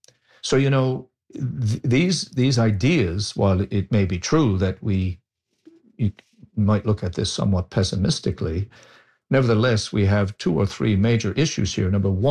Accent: Newfoundland and Labrador, Canada; what it seems to me as a Newfoundlander and somebody deeply concerned about our culture

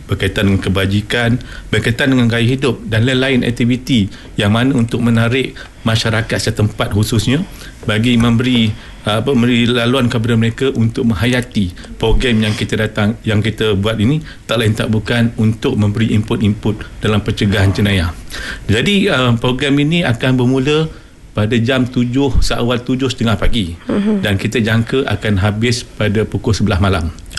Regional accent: Johor, Malaysia; now in Perak, Malaysia; Saya asal daripada Johor.

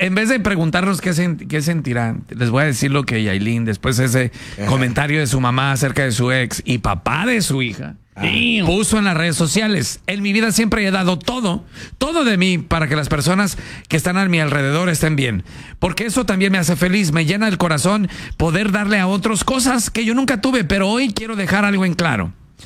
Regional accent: Ciudad Obregón, Sonora, Mexico; Sí, la boda fue en una casa allá en Obregón, Sonora, de donde soy yo.

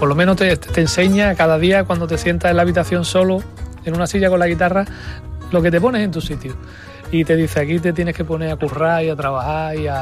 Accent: Huelva, Andalusia, Spain; El mayor genio que ha dado mi tierra, yo soy de Huelva, fue el Niño Miguel

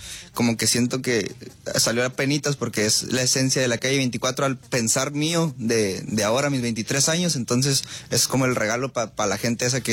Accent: Cuauhtémoc, Chihuahua, Mexico

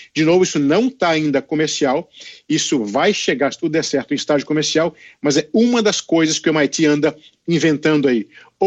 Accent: Brasília, Federal District, Brazil; now in United States; Sabe que eu sou de Brasília, sou matemático pela Universidade de Brasília, uma ótima universidade

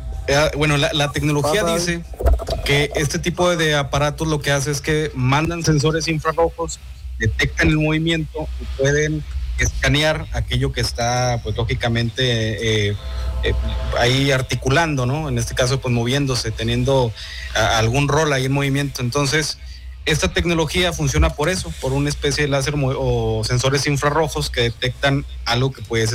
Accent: San Juan del Río, Durango, Mexico; en mi pueblo es el segundo colonizado aquí en el estado de Durango. El primero fue Nombre de Dios y luego fue San Juan de Río en las misiones franciscanas.

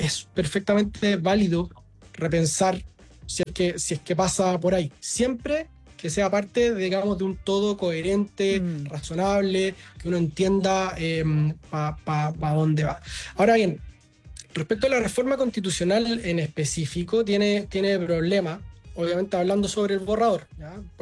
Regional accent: Chile

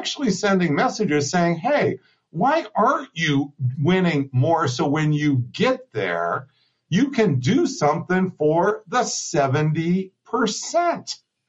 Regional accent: Erie, Pennsylvania, United States; I'm from Erie, Pennsylvania, Democratic town, blue-collar town, union town.

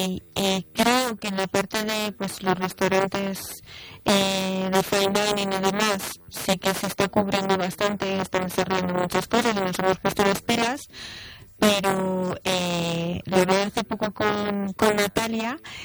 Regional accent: Laguna de Duero, Castile and León, Spain; yo soy de Laguna de Duero, un pueblo muy pequeñito dentro de Valladolid, bueno, pequeñito, tenía 20 mil habitantes, pero bueno, un pueblo, Castilla Profunda

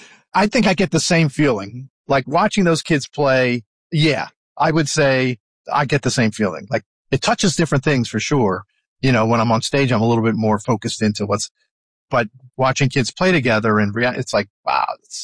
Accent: Philadelphia, Pennsylvania, United States; growing up in the Philadelphia school system with the great Philadelphia Orchestra

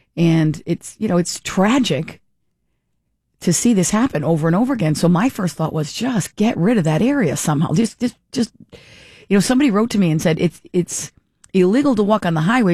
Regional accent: Warwick, Rhode Island, United States; Warwick Vets High School, the original. So I don't know if that's the middle school now. That was my hometown.

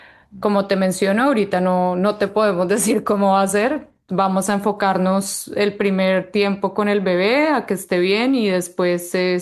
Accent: Colombia; porque los dos somos de Colombia, entonces hace más sentido estar allá en este momento.

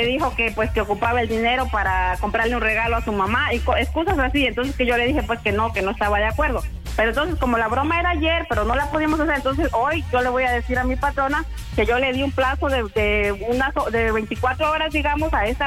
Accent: Honduras; No, no, soy hondureña.

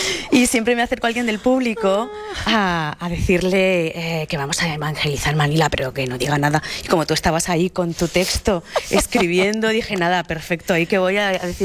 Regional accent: Spain; Yo sí me considero española y me considero filipina.

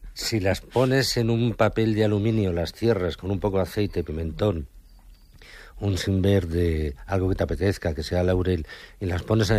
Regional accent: Lisbon, Portugal; Spanish is a second language; es Lisboa, ¿sabes? Entonces, yo soy de Saramago y todo eso es mío.

